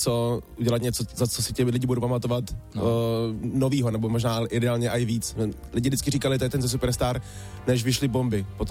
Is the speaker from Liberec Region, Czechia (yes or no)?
no; Prague, Czechia; also born or lived in Plzeň; narodil jsem se v Plzni, ale žiju v Praze drtivou většinu svého života.